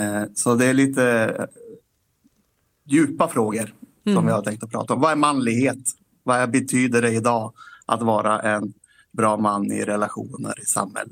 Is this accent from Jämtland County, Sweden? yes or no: yes; Bjärme, Jämtland County, Sweden; Jag sitter på skolan i Myrviken för tillfället, men jag är från Bjärme.